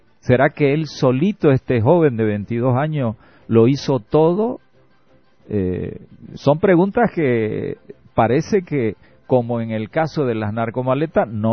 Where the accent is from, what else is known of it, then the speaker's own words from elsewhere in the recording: Bolivia; Nosotros somos bolivianos.